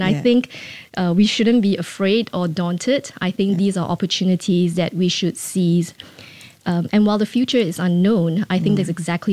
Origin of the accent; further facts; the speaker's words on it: Singapore; but generally for Singapore, as a Singaporean, I think it's a very strong government.